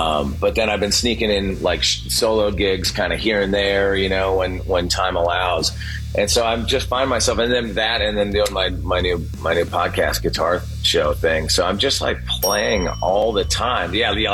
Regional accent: California, United States; everything that was in the ether when I was growing up in California in the 70s and 80s

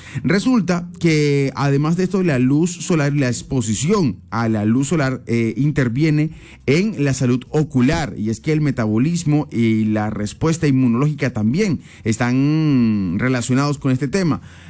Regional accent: Valledupar, Cesar, Colombia; yo por defender sinceramente mi tierra, y también se ven atardeceres muy hermosos en Valledupar

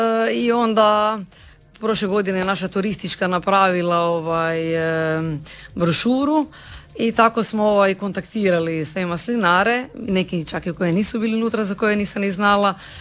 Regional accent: Buzet, Istria County, Croatia; Evo, ja dolazim iz Buzeta, iz OPG-a Krbavčić.

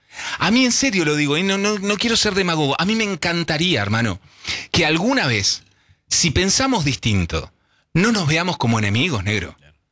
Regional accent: Argentina; yo creo que somos más los argentinos o las argentinas que tenemos este deseo

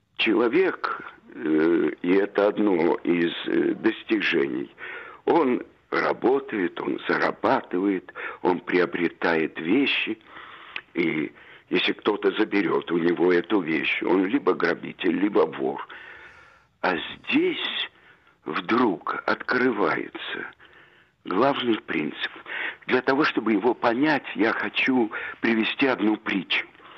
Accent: Odesa, Odesa Oblast, Ukraine; born there; also born or lived in Saint Petersburg, Russia / Moscow, Russia; в Одессе, в которой я родился, или в Питере, где я учил режиссуру, или в Москве, где я жил и работал в театрах

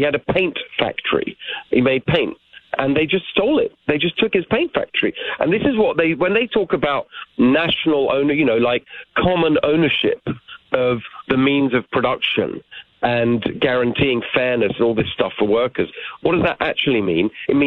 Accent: England, United Kingdom; I was born in England. They were refugees from communism and actually met in England, and I was born there and raised in England in a regular working-class home.

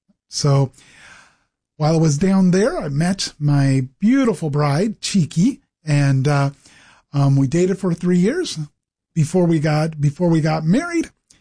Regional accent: Vancouver, Washington, United States; also born or lived in South America; Well, I grew up right here in the Pacific Northwest in Vancouver, Washington. I was born and raised there, but went to school at George Fox University

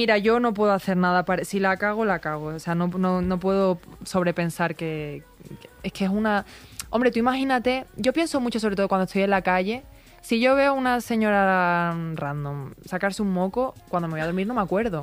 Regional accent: Andalusia, Spain; Esto, yo tengo esta cara porque soy de Andalucía.

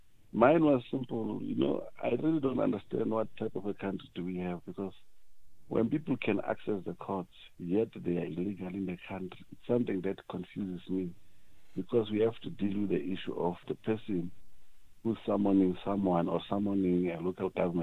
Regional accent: South Africa; when it comes to me as a South African, any law is being enforced.

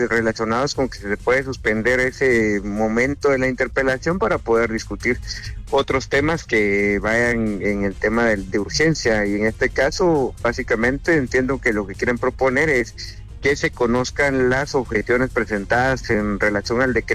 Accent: Guatemala; que es lo que generan las consecuencias que ahora estamos viviendo como guatemaltecos finalmente.

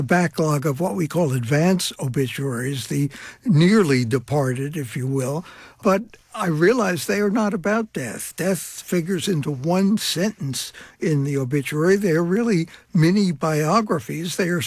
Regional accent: Brooklyn, New York, United States; Well, I come from a culture growing up in Brooklyn where death was denied.

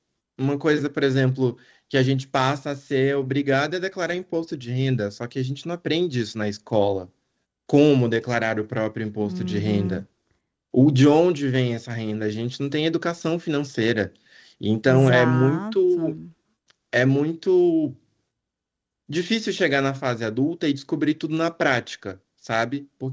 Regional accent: Bahia, Brazil; now in São Paulo, Brazil; quem muda de estado, como foi o meu caso, que eu sou baiano e hoje há 10 anos moro em São Paulo.

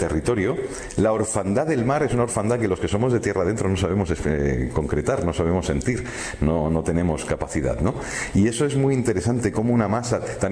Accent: Madrid, Community of Madrid, Spain; born there; Yo no he nacido en una zona de mar porque nací en Madrid

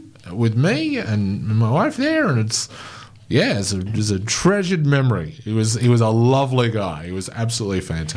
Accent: Yarra Valley, Victoria, Australia; moved away as an adult; also born or lived in Brisbane; now in Ballarat, Australia; I grew up in the Yarra Valley. And then I moved to Brisbane for a job, and then I met my wife there, and we got married, and we have a kid, and I'm not from Brisbane, and my wife's not from Brisbane.

